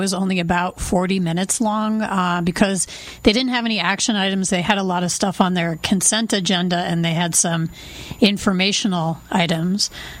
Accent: New Jersey, United States; which I grew up in New Jersey, so I had heard of the Delaware Indians

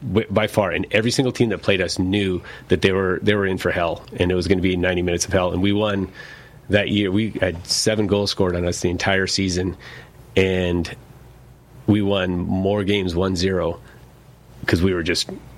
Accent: Vancouver, British Columbia, Canada; Vancouver.

